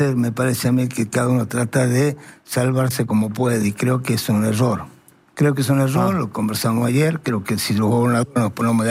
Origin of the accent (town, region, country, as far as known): Argentina